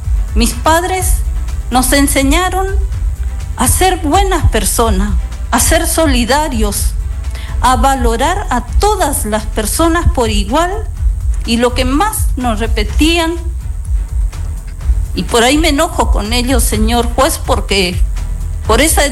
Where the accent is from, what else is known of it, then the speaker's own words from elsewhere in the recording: Gobernador Martínez, Corrientes, Argentina; also born or lived in 9 de Julio, Corrientes; yo nací en Gobernador Martínez, crecí en la zona rural, en un paraje llamado Paraje Bonete, en una casa muy humilde, sin luz eléctrica, con muchas necesidades.